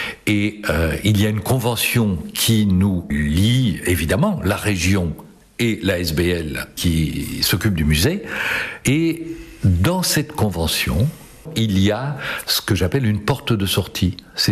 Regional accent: Brussels, Brussels-Capital Region, Belgium; born there; je suis né à Bruxelles, je vis à Bruxelles, le chat est belge

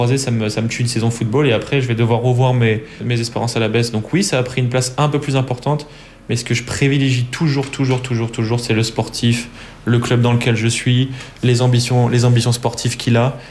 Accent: France; moved away

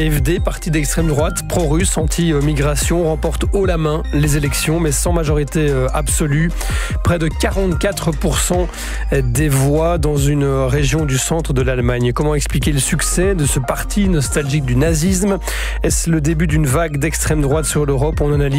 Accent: Belgium; chez nous en Belgique

